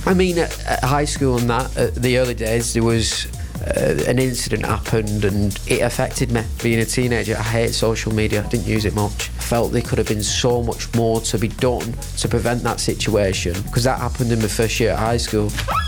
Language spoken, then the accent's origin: English; Bolton, North West England, United Kingdom; I'm 21 and I'm from Bolton and I'm a content creator.